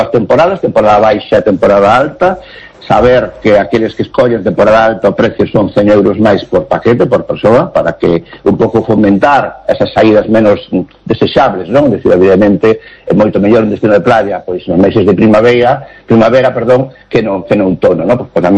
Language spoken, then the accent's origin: Galician; Galicia, Spain; sino tamén a donde vamos nós tamén como galegos.